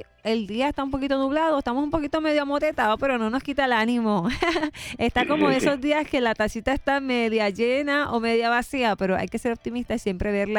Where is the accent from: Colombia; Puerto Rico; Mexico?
Puerto Rico; Corozal; yo no sé dónde están los de mi pueblo de Corozal.